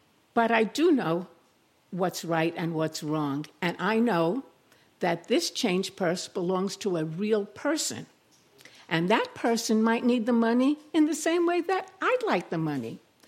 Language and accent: English; Brooklyn, New York, United States; I was born and bred in Brooklyn. Is Brooklyn in the house? When I was little, we lived around the corner from Woolworths.